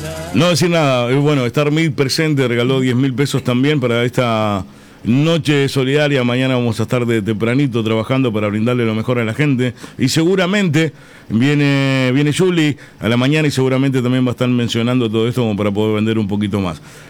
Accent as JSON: {"language": "Spanish", "country": "Uruguay", "said": "somos uruguayos"}